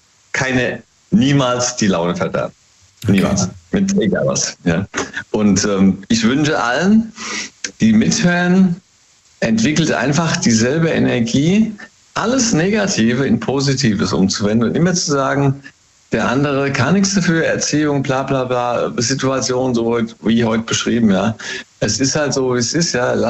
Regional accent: Hesse, Germany; Hey, aus dem Rheingau.

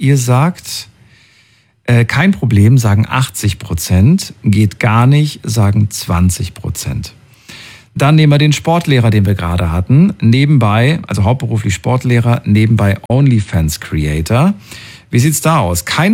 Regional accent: Thuringia, Germany; Früher, bin ja aus Thüringen und so weiter. Und da war FKK ganz normal, ne? in der ehemaligen DDR.

